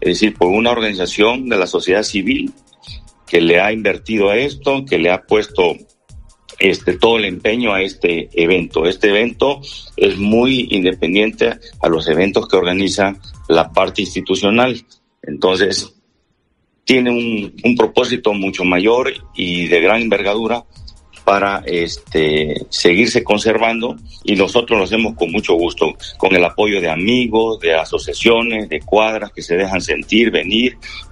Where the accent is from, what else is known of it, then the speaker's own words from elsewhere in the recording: Veracruz, Mexico; fortalecer nuestra identidad como buenos veracruzanos y mexicanos que somos.